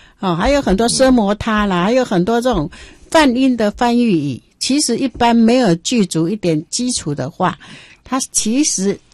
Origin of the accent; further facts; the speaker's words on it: China; 其实中文基本上我们中国人本身要弄听懂中文就很困难。